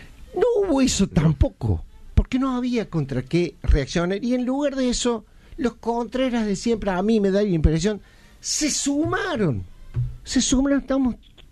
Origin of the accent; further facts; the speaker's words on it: Argentina; finalmente nos vamos identificando poco a poco como argentinos, con lo bueno, lo malo, somos argentinos.